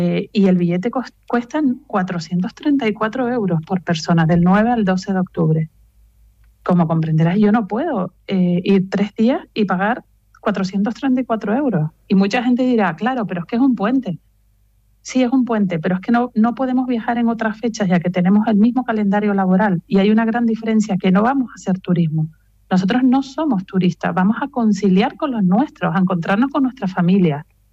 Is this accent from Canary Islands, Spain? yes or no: yes; Canary Islands, Spain; now in Spain (mainland); Aquí somos muchos los canarios que vivimos en Península por numerosas razones, por trabajo, por matrimonio, por estudio.